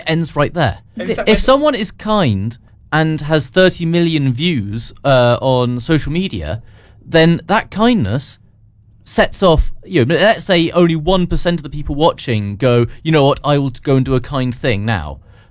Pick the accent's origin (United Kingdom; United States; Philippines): United Kingdom; we're British.